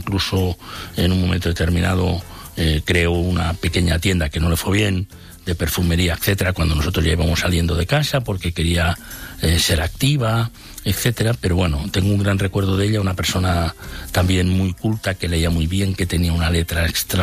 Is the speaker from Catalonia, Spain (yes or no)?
no; Campo Real, Community of Madrid, Spain; era como una actriz real en color en aquella película en blanco y negro que se rodaba cada día en mi pueblo, en Campo Real.